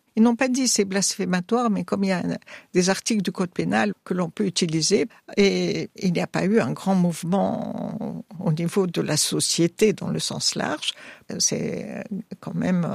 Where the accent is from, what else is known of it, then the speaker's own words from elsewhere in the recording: Tunisia; chez nous en Tunisie